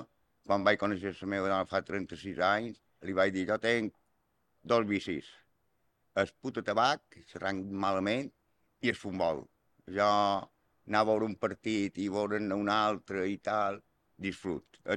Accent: Petra, Balearic Islands, Spain; born there; vaig néixer a Petra, dia 24 de juny del 64.

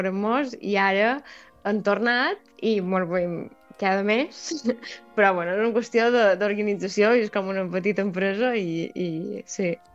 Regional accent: Felanitx, Balearic Islands, Spain; i els altres tres són catalans, en Joan és de Reus, en Oriol d'Alcanar i en Xavi de Olesa de Montserrat i jo de Felanitx.

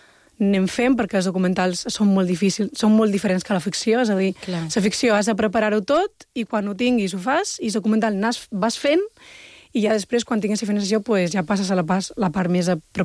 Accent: Balearic Islands, Spain; also born or lived in France / Italy; Pues jo he fet un acrònim que es diu guiri-llorquina, que som aquestes persones que som fills de guiris nascuts a les illes, no?

